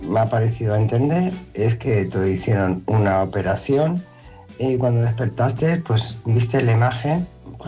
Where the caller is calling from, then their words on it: Madrid, Community of Madrid, Spain; de Madrid.